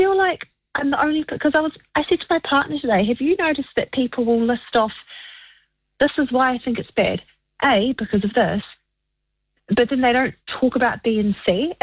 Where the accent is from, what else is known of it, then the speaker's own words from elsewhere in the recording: South Island, New Zealand; well, I'm from the South Island.